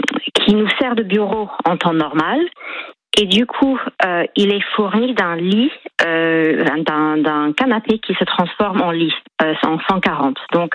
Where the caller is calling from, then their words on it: Le Pian-Médoc, Nouvelle-Aquitaine, France; moi, j'habite au Pion-Médoc